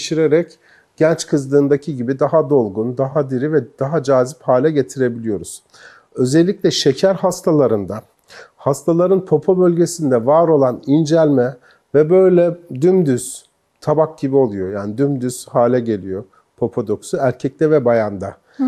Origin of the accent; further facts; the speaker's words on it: Gaziantep, Turkey; benim memleketim Gaziantep